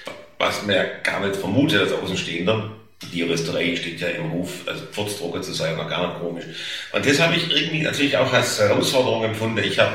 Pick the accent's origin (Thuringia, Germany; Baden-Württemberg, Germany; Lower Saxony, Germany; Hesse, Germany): Baden-Württemberg, Germany; Stuttgart; accent: Swabian; ja, ich komme aus Stuttgart, spreche aber Oxford-Schwäbisch und haben wir schon mal einen Lacher.